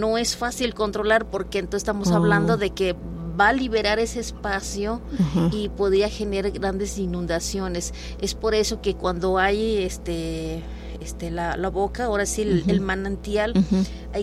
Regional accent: Tantoyuca, Veracruz, Mexico; moved away; estoy aquí de residente, pero pues allá dejé parte de mi vida. Entonces, uh-huh. Yo soy de Palmital, pertenece sí. a Tantuyuca. Palmital uh-huh. ya está colinda con casi como 20 minutos al estado de Hidalgo

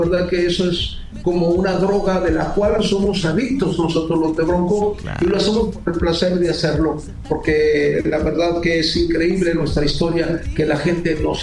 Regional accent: Durango, Mexico; de verdad, contentísimo de regresar a Durango, de estar otra vez acá, mi tierra natal, es, orgullosamente lo digo

